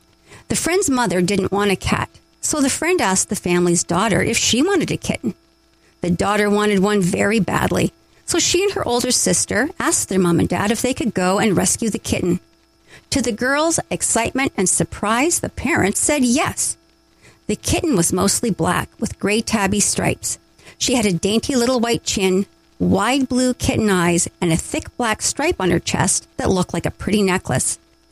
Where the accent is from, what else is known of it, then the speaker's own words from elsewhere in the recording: Norfolk County, Ontario, Canada; also born or lived in Toronto; now in Bobcaygeon, Canada; I grew up on a farm in Norfolk County, Ontario, and lived in the west end of Toronto most of my adult life